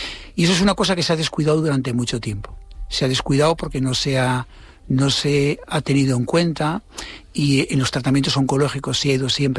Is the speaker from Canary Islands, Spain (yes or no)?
yes; Canary Islands, Spain